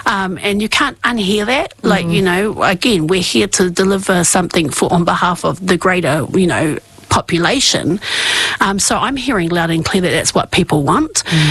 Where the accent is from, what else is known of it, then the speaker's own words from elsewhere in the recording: Masterton, Wellington, New Zealand; I'm born and bred in Masterton. You know, Masterton is our town.